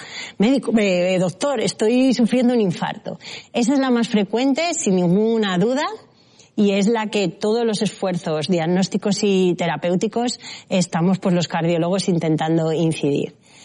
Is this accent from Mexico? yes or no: no; Asturias, Spain; Soy asturiana y como buena asturiana